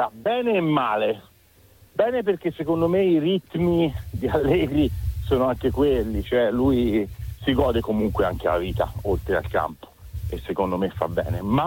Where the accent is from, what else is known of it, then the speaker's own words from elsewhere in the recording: Livorno, Tuscany, Italy; Ah, guarda, da livornese a livornese gli direi Max non lo fare